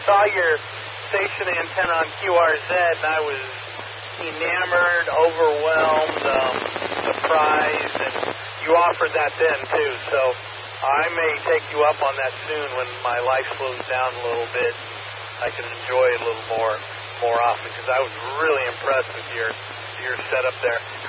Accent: Seattle, Washington, United States; now in Huffman, United States; One, I come from Seattle. I moved here almost 3 years ago now for my cancer treatment.

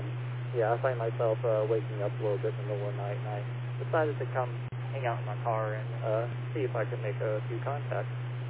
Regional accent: Mississippi, United States; I grew up in Mississippi

